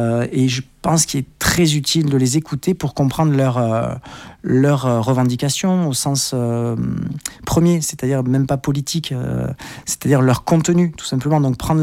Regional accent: France; Même si je suis métropolitain, je veux dire, c'est quand même la France

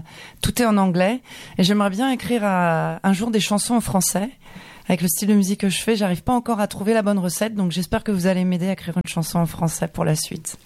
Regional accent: Île-de-France, France; Et puis moi je viens de la région parisienne. J'habite dans l'Essonne.

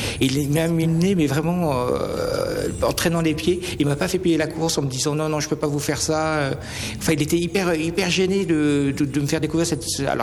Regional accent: France; je me sentais presque un petit peu concerné en tant que Français par La Hacienda

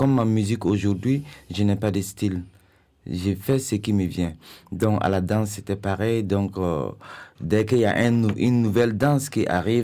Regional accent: Burkina Faso; moved away as an adult; now in France; Je suis né au Burkina Faso, donc c'est en Afrique de l'Ouest et autour du Mali, Côte d'Ivoire, Burkina, Togo, Bénin, Niger, Ghana.

